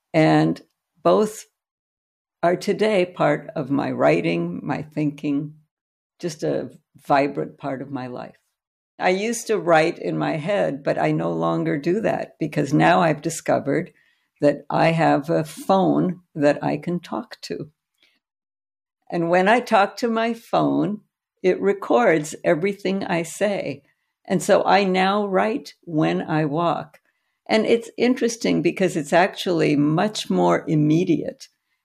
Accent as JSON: {"language": "English", "country": "United States", "said": "I am an American."}